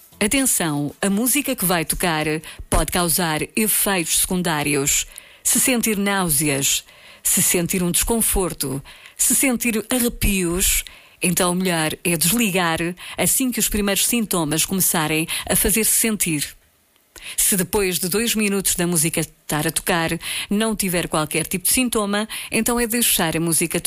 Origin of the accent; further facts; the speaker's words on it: Brazil; now in Portugal; Portugal, eu sou brasileiro. O brasileiro para aqui, o brasileiro para lá. Chamam-me assim as pessoas: ai, o brasileiro.